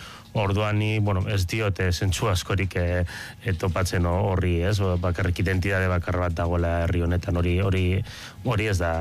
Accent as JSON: {"language": "Basque", "region": "Basque Country", "country": "Spain", "said": "ni bakarrik euskaldun sentitzen naiz, baina nire euskal nortasuna ez da eskluientea beste nortasun batzuekin, ez?"}